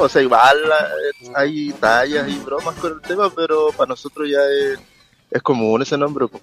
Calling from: Valdivia, Los Ríos, Chile; Yo sí, soy de Valdivia City.

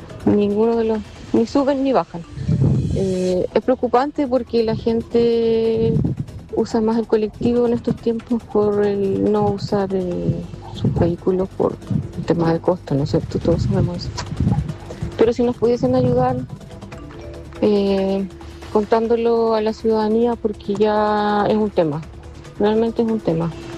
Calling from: Los Lagos, Chile; Mire, yo soy de Valle Volcanes.

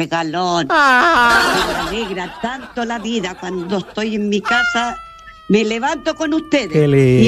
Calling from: Viña del Mar, Valparaíso, Chile; Acá en Las Palmas Chilenas 2 de Forestal.

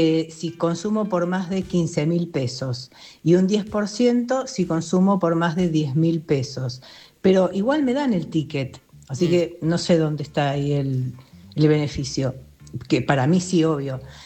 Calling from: Buenos Aires, Argentina; vivo en Núñez.

